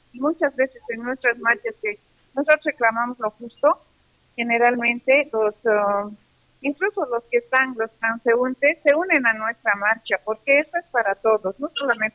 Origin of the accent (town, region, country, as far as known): Bolivia